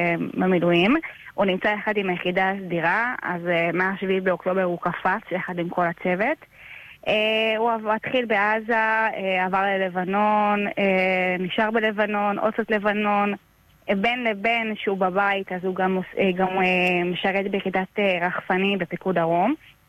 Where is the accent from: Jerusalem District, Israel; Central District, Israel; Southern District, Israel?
Southern District, Israel; Beersheba; נכון, אז אנחנו מבאר שבע, יש לנו שלושה ילדים